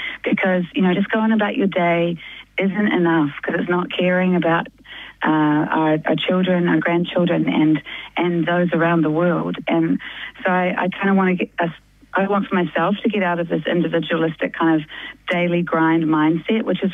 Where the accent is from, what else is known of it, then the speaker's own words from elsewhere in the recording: New Zealand; now in Auckland, New Zealand; I live on an island, right? I'm from Aotearoa, New Zealand. I've grown up with a beach right there and a country right there. And I live in Tamaki Makaurau in Auckland now, which is more city, but to be honest with you, I live right near the beach.